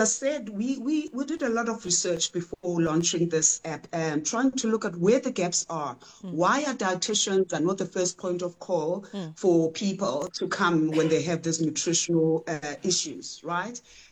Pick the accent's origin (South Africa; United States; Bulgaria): South Africa; Eastern Cape; like for example, myself, I'm Xhosa from the Eastern Cape. Umngqusho is part of what I eat.